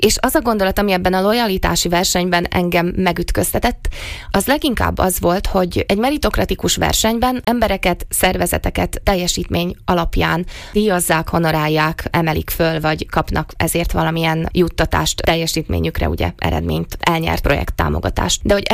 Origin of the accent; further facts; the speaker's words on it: Slovakia; szlovákiai magyarként ez egy nagyon specifikus helyzet